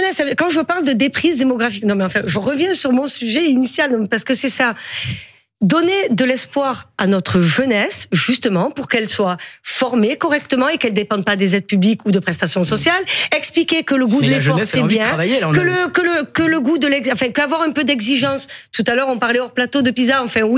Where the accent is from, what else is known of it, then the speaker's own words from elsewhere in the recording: France; On est français